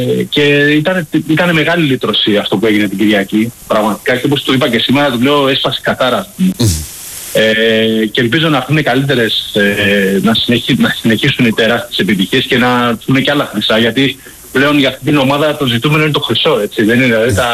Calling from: Palaio Faliro, Attica, Greece; από το Παλαιό Φάλιρο

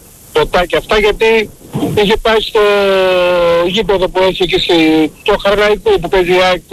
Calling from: Nea Makri, Attica, Greece; από Νέα Μάκρη

